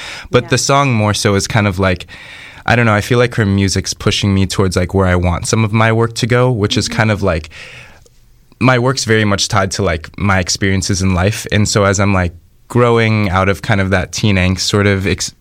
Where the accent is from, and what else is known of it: Chicago, Illinois, United States